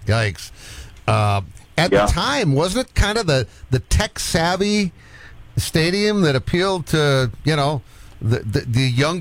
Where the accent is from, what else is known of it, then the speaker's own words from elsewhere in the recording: Boston, Massachusetts, United States; I'm from Boston, as you know